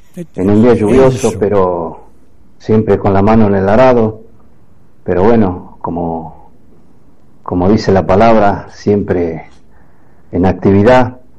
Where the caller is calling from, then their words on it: Buenos Aires, Argentina; de acá del barrio de Congreso.